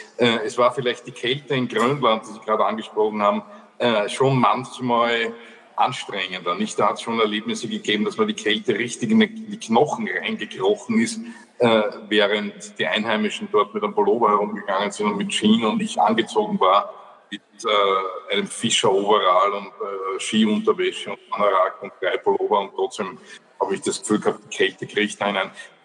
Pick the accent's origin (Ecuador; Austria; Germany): Austria; Als Österreicher ist es so, dass man die, wie wir sagen, Marmeladinger nicht nur unbedingt siegen sehen will